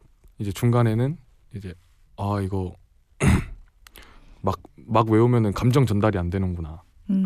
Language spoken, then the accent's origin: Korean; Daejeon, South Korea; 네, 고향 대전입니다.